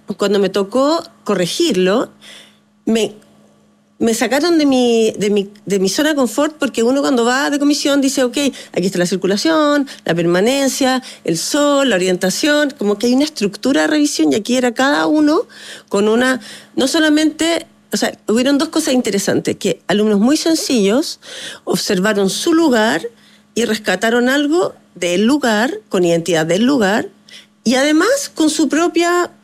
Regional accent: Chile; que podamos como chilenos romper un poco con eso.

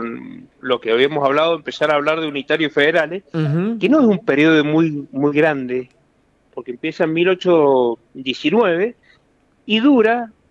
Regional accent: Mendoza, Argentina; Si nosotros reclamamos como mendocinos, el Día del Padre, el 24 de agosto, que es el día que San Martín fue padre

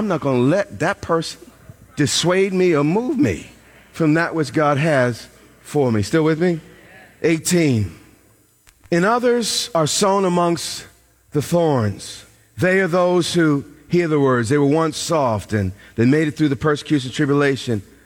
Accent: New York, United States; I'm from New York. What am I doing?

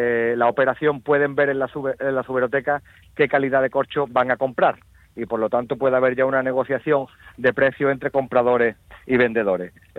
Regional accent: Alcalá de los Gazules, Andalusia, Spain; de nuestro pueblo, de mi pueblo, de Alcalá de los Gazules.

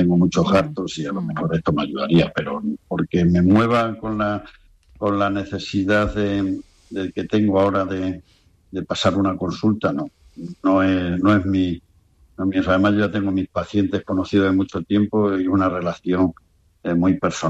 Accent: Extremadura, Spain; aunque yo soy de Cáceres y tengo una casa en un pueblo de Cáceres que se llama Casa Tejada, sí, donde eran mis padres y toda mi familia

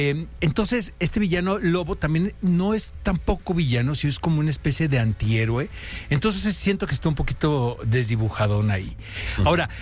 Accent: Argentina; Somos argentinos.

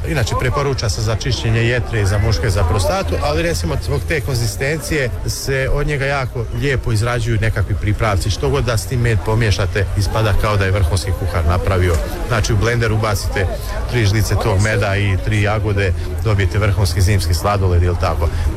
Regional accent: Slavonski Brod, Brod-Posavina County, Croatia; dolazimo iz Slavonskog Broda, pčelarimo sa 200 košnica, imamo tradiciju pčelarstva

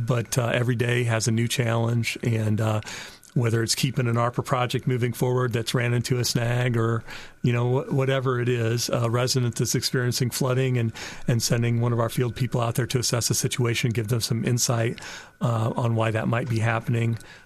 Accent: Fort Wayne, Indiana, United States; I grew up here in Fort Wayne, went to Carroll High School. My parents had both went to high school here

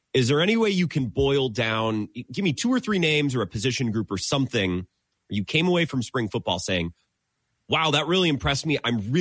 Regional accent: Wisconsin, United States; And growing up in Wisconsin, like when we would even shoot around in the driveway, like Wisconsin men's basketball always been good.

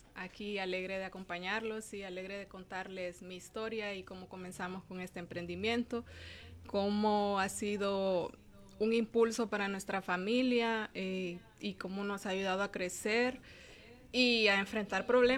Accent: Juticalpa, Olancho, Honduras; born there; No, yo nací en Juticalpa, Olancho, pero mi papá ha sido constructor, entonces desde jóvenes hemos viajado por muchos lados del país

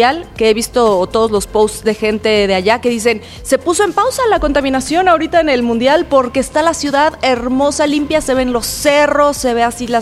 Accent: Monterrey, Nuevo León, Mexico; Yo soy del pueblo de Monterrey, Nuevo León.

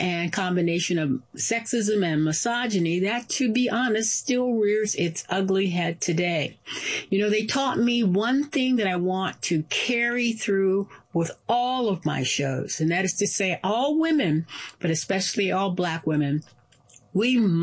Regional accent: United States; born there; as a Black woman, as a lawyer, as an American citizen, born here

